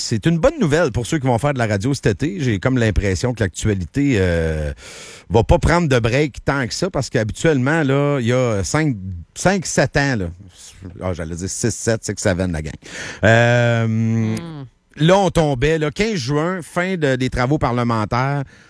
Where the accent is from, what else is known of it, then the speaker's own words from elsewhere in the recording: Canada; Moi, je suis Canadien. Là, je ne peux pas être autre chose. Je suis né ici puis j'ai pas d'autre passeport.